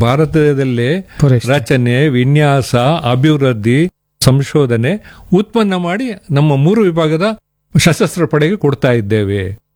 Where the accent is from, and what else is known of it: Karnataka, India